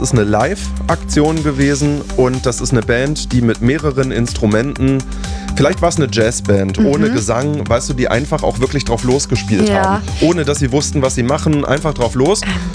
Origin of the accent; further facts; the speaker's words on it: Saxony-Anhalt, Germany; ich komme ja aus Sachsen-Anhalt.